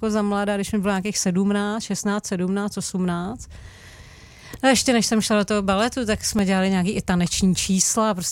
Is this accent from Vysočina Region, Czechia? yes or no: no; Prague, Czechia; jsme oba z Prahy